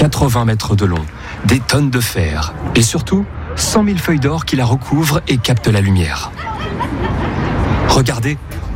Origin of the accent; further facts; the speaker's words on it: Saumur, Pays de la Loire, France; born there; je suis animateur à ICI Paris-Île-de-France. J'adore la ville de Versailles, peut-être parce que je suis né à Saumur, la capitale du cheval